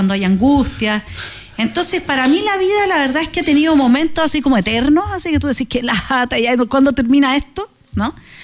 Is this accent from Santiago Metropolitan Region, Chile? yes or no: no; Villarrica, Araucanía, Chile; born there; moved away; also born or lived in Temuco; Sí, pues yo soy de Villarrica, mi familia es de Villarrica, hoy día mi papá, mi hermano viven allá. Me casé en Temuco, crecí también entre Villarrica y Temuco, porque en Villarrica había colegio alemán, solo estaba tercero básico. Y nosotros somos alemanes